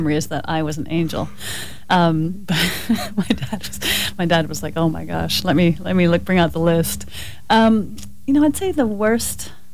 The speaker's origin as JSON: {"language": "English", "town": "Lytton Springs", "region": "Texas", "country": "United States", "tie": "born or raised there", "also_born_or_lived": "Germany / San Antonio, Texas / London, United Kingdom", "said": "And then we moved here when I was about 7 or 8. Started building our house out here."}